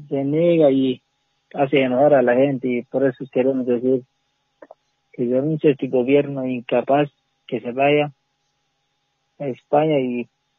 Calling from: Entre Ríos, Bolivia; De aquí de Entre Ríos.

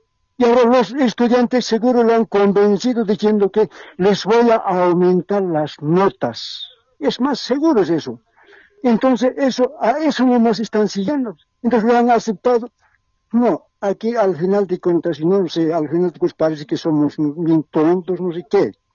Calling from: Cochabamba, Bolivia; Estoy llamando de Cochabamba.

